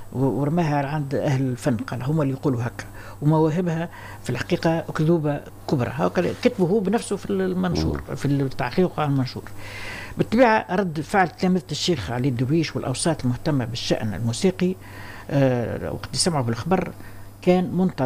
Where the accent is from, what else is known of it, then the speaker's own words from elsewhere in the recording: Tunisia; accent: Tunisian; كما نقولوا باللغة بلهجتنا التونسية